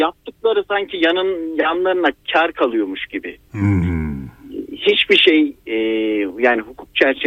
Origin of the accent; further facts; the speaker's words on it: Istanbul, Turkey; moved away as an adult; now in Konya, Turkey; Evet yani doğma büyüme İstanbulluyum ama işte ata yurduna döndük diyelim.